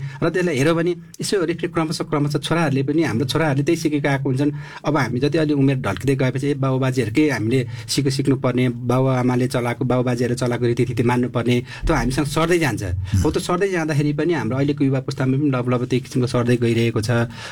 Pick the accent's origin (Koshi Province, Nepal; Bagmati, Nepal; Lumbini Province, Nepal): Koshi Province, Nepal; Dhankuta; मेरो गाउँ धनकुटा हो, म गाउँमा बस्छु